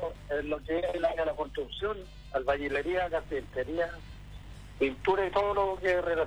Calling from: Chile; De acá de la Chihuahua.

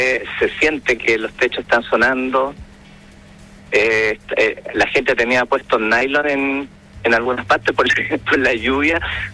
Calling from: Iquique, Tarapacá, Chile

